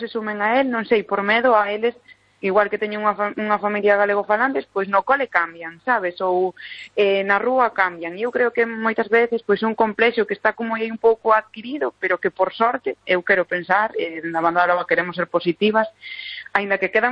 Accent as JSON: {"language": "Galician", "region": "Galicia", "country": "Spain", "said": "e eu creo que é un patrimonio, bueno, inmaterial, fundamental, que nos define como galegos realmente."}